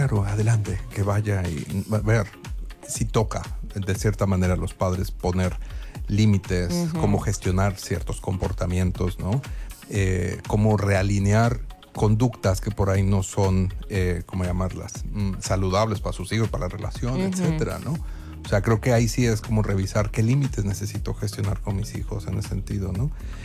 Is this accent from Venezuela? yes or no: no; Mexico